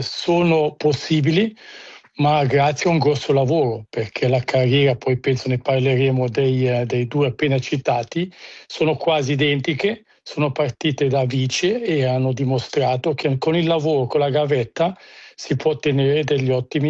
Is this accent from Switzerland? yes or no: yes; Ticino, Switzerland; anche perché siamo ticinesi, siamo in minoranza